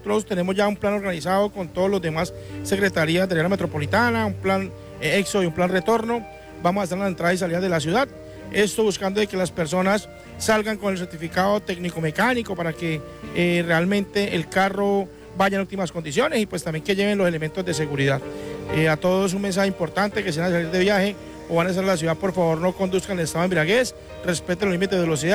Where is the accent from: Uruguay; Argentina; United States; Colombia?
Colombia; Cúcuta, Norte de Santander; los colombianos y en especial los cucuteños nos estamos uniendo